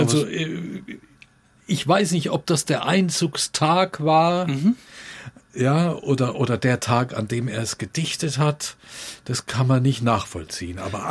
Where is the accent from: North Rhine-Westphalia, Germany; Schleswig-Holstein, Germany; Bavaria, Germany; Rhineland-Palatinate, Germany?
Bavaria, Germany; Würzburg; ich bin Würzburger